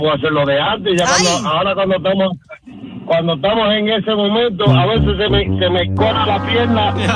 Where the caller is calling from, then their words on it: Philadelphia, Pennsylvania, United States; yo tengo 58 años, vivo en Filadelfia.